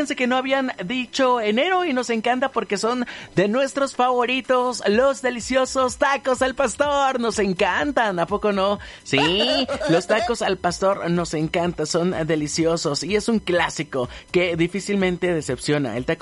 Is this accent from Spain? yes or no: no; Guerrero, Mexico; moved away; yo soy de Guerrero